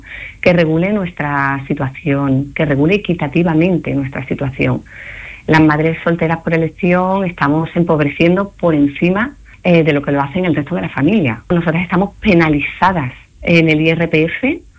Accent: Seville, Andalusia, Spain; moved away; En segundo lugar, me mudé a Sevilla, que soy sevillana.

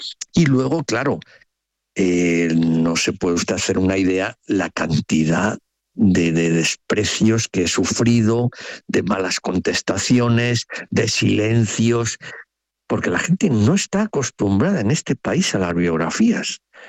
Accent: Galicia, Spain; first language Spanish; aunque yo soy gallego, soy castellano parlante, ni lo hablo, ni lo leo, pero lo entiendo, oralmente lo entiendo.

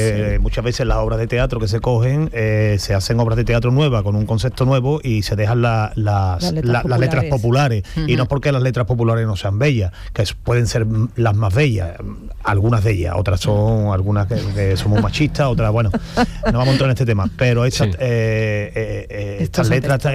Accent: Seville, Andalusia, Spain; yo soy muy sevillano

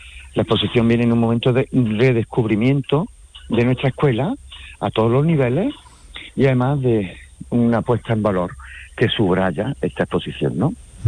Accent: Granada, Andalusia, Spain; Bien sabemos cómo somos los granadinos de carácter

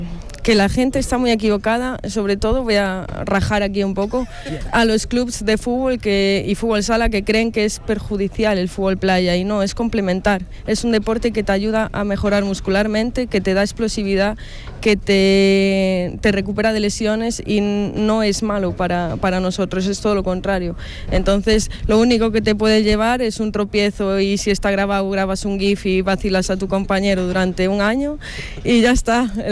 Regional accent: Spain

